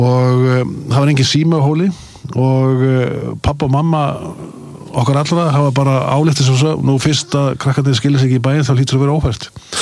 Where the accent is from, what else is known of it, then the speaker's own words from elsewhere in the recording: Akureyri, Northeastern Region, Iceland; En sko, að alast upp á Akureyri á þessum tíma í öllum þessum snjóalögum var alveg gríðalegt ævintýri.